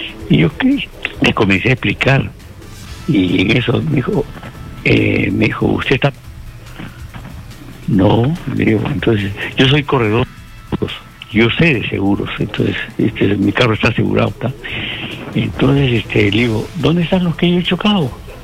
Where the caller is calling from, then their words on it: Lima, Peru; yo vivo en Surquillo